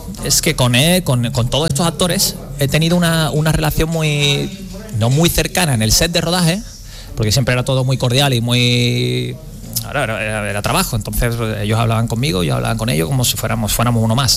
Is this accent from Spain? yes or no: yes; Cádiz, Andalusia, Spain; y le dije que soy de Cádiz.